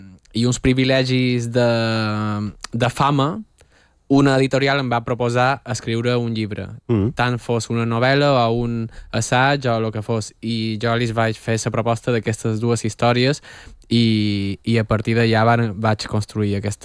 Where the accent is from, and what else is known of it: Balearic Islands, Spain; accent: Mallorcan